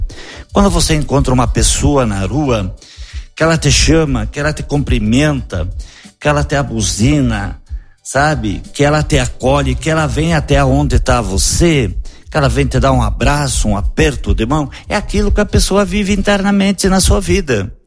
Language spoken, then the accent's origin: Portuguese; Marau, Brazil; que bom que nós somos de Marau, que bom que nós moramos em Marau.